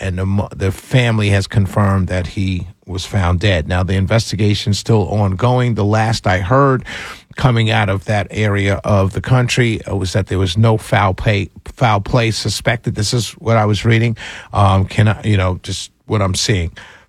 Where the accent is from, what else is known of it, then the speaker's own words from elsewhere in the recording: Harlem, New York, United States; I grew up in Harlem, an all-black enclave, right? And all my friends, my family, everybody I saw on an ongoing basis were all African-American.